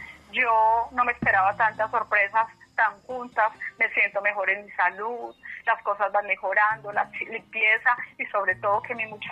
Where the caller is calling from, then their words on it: Duitama, Boyacá, Colombia; Aquí de Duitama.